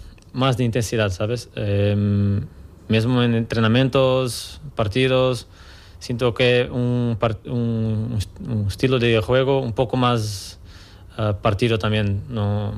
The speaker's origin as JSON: {"language": "Spanish", "region": "Algarve", "country": "Portugal", "second_language": "Spanish", "moved": "yes", "lives_now": "Almería, Spain", "said": "Yo soy de sur de Portugal, Algarve, que es como un poco como aquí, como en Almería, la temperatura, mucho calor también, una ciudad muy pequeña también"}